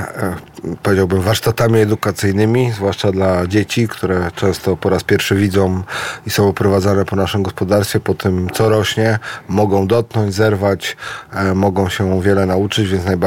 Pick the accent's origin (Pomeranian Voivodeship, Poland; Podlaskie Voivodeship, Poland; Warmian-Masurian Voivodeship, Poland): Warmian-Masurian Voivodeship, Poland